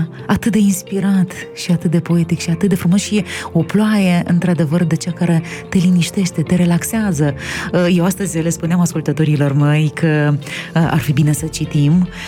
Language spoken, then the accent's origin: Romanian; Moldova; Eu sunt de la nord